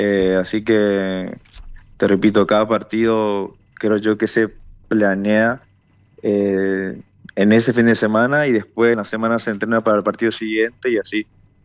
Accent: Curuzú Cuatiá, Corrientes, Argentina; now in Corrientes, Argentina; yo soy del interior, soy de Curuzú, Cuatiá

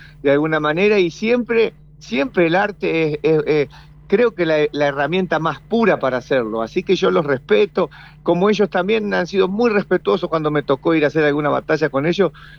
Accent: Santa Fe, Argentina; moved away as an adult; now in La Pampa, Argentina; Yo estoy en La Pampa ahora. Por más que soy santafesino y muy chamamecero, estoy en La Pampa viviendo hace como 15 años, tengo mi familia aquí.

